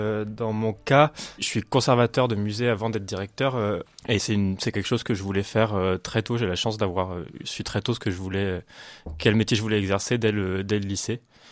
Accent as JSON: {"language": "French", "town": "Paris", "region": "Île-de-France", "country": "France", "tie": "born or raised there", "said": "Moi, c'est vrai que je connaissais pas du tout ni le musée, ni sa région. J'ai grandi à Paris"}